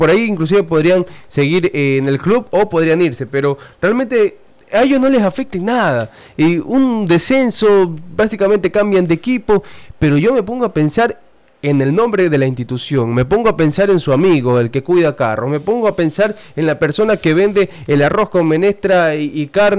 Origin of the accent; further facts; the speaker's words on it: Manta, Manabí, Ecuador; Nosotros somos Manta Ciudad Americana del Deporte.